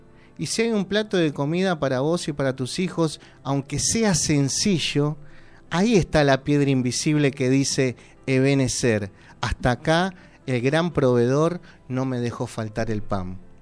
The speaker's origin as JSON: {"language": "Spanish", "country": "Argentina", "said": "los argentinos somos especialistas en hacer monumentos"}